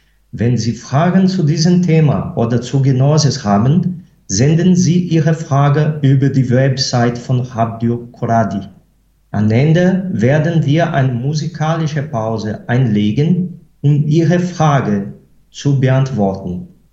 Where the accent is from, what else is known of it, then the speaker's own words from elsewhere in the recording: Brazil; German is a second language; ich bin Brasilianer.